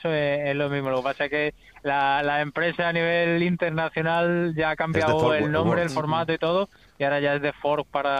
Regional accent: Extremadura, Spain; Somos los únicos extremeños que estamos ahí

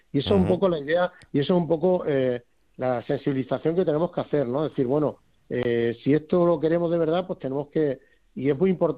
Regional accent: Guadalupe, Extremadura, Spain; las personas que somos de Guadalupe y que queremos a Guadalupe

